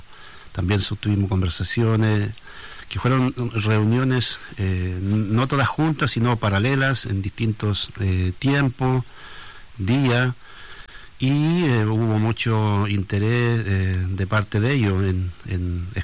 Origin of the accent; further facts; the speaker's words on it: Araucanía, Chile; soy mapuche, vengo de Uruguay, Mapu.